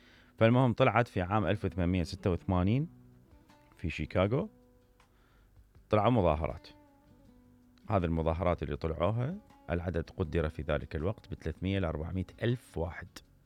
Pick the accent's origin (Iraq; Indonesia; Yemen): Iraq; احنا نحتفل كعراقيين